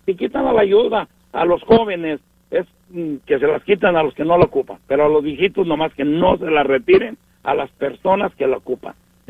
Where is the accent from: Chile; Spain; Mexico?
Mexico; born there; first language Spanish; yo traemos sangre de ese y española, y somos mexicanos, nacimos en México, y yo me siento orgulloso de la herencia que tengo de mis abuelos, bisabuelos y nuestros descendientes anteriores